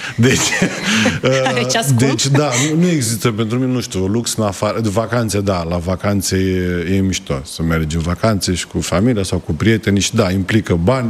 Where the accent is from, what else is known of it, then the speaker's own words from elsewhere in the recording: Buzău, Buzău County, Romania; accent: Buzău (slightly Moldavian); moved away; eu nu înțeleg asta cu accentul în Buzău, eu cred că doar eu l-am.